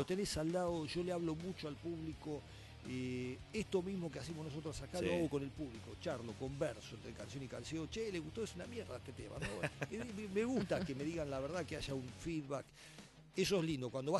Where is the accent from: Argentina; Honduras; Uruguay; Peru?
Argentina; Buenos Aires; Yo soy de. Me crié en Barracas.